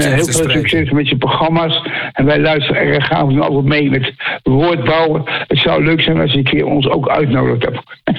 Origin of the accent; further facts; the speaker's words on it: The Hague, South Holland, Netherlands; Ja, Den Haag. Kou, klauwen. Nee, dan kom ik uit Den Haag.